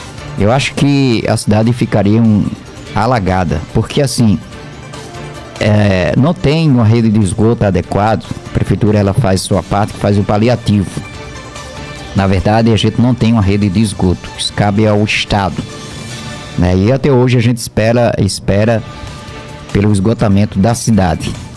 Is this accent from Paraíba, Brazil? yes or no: yes; Campina Grande, Paraíba, Brazil; now in Taperoá, Brazil; lá na minha terra, Campina Grande, que alaga centro, que fica tudo alagado